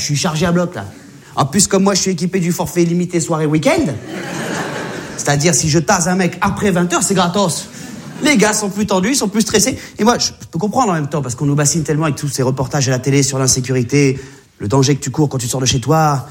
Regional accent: Réunion

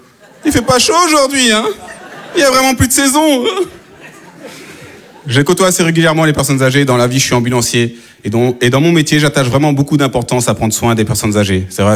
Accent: France; born there; madame, si je parle bien français, c'est peut-être parce que je suis né en France, vieille conne.

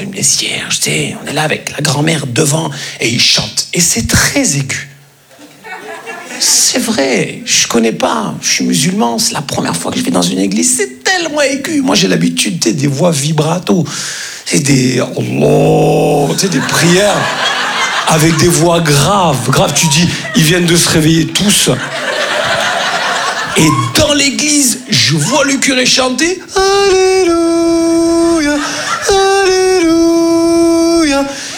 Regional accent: Grand Est, France; Comme on dit chez nous, en Lorraine.

